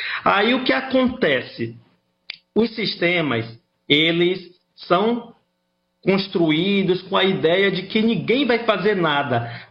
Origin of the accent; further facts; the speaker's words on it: Salvador, Bahia, Brazil; Não, eu sou de Salvador, Salvador, Bahia.